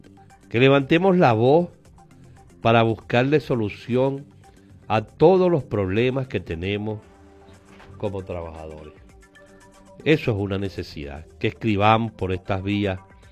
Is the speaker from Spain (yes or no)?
no; Venezuela; nosotros tenemos que exigir esas prioridades como venezolanos.